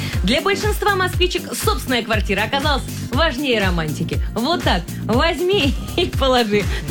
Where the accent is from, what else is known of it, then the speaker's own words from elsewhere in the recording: Moscow, Russia; А я вам расскажу немножечко с другой стороны про день любви, семьи и верности, как москвичка.